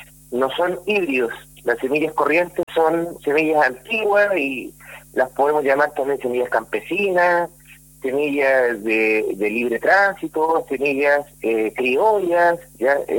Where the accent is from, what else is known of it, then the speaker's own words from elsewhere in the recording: Cabildo, Valparaíso, Chile; Yo soy cabildano, nací en Valparaíso, me crié en Cabildo toda mi vida, entonces siempre tuve la intención de devolverme a mi tierra